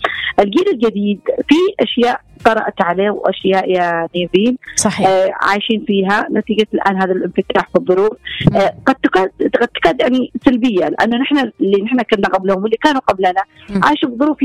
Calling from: Aden, Yemen; بالذات نحن في اليمن وفي عدن

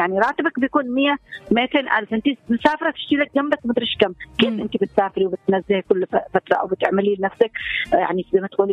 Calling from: Aden, Yemen

